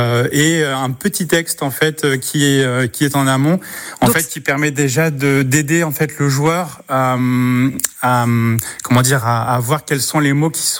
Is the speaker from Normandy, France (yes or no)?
yes; Normandy, France; faire découvrir ma région, parce qu'en fait moi je suis normand